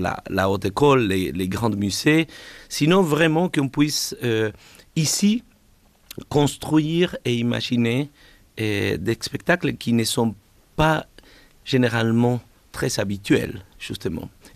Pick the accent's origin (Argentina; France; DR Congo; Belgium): Argentina; now in Geneva, Switzerland; je viens de l'Argentine